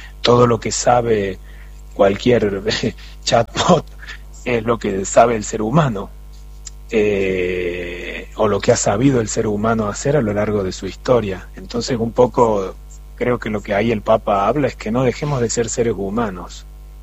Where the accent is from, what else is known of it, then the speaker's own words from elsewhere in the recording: Argentina; Digamos primero como argentino porque es argentino como nosotros.